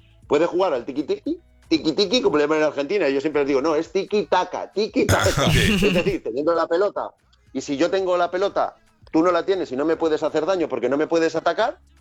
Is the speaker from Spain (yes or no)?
yes; Spain; Es que tanto ustedes, los argentinos, como los españoles, no tenemos horchata a las venas.